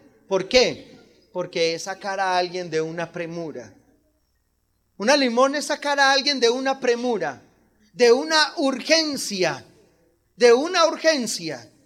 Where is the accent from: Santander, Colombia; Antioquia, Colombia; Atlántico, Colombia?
Antioquia, Colombia; Como los antioqueños todos creemos que todavía vivimos al lado del río y gritamos